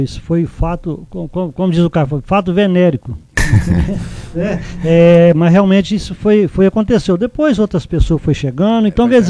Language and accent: Portuguese; Arcos, Minas Gerais, Brazil; nós somos de Arcos.